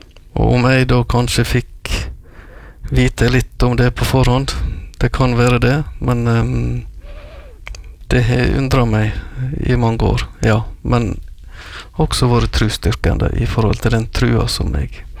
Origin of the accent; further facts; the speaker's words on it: Ulsteinvik, Møre og Romsdal, Norway; born there; hjemme I Stovå på Ulstein